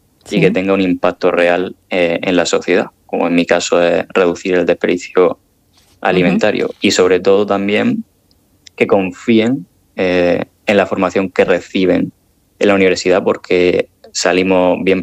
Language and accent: Spanish; Region of Murcia, Spain; now in Zurich, Switzerland; un saludo muy fuerte desde Zurich para los oyentes y, por supuesto, para mi tierra, para Murcia.